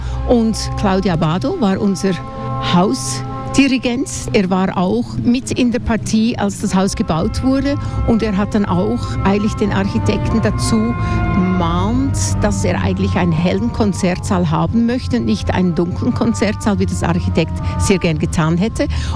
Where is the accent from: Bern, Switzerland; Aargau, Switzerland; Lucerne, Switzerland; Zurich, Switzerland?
Lucerne, Switzerland; Ich komme natürlich aus Luzern